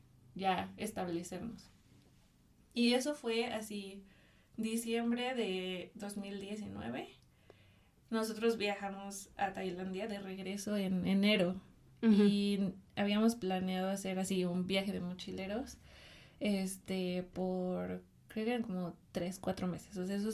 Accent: Mexico; Y pues también creo que como mexicano siempre se extraña una fiesta.

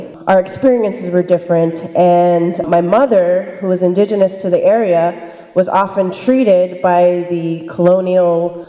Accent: Ajo, Arizona, United States; I come from Ajo, Arizona.

